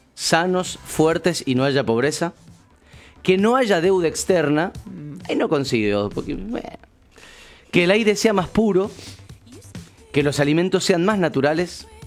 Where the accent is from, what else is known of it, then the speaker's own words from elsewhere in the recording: Argentina; No somos Brasil. Somos Argentina, con nuestra moneda, con las limitaciones financieras de algunos de los clubes.